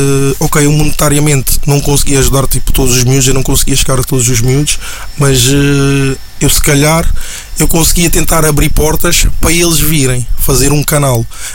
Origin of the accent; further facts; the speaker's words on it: Cape Verde; now in Portugal; eu sou cabo-verdiano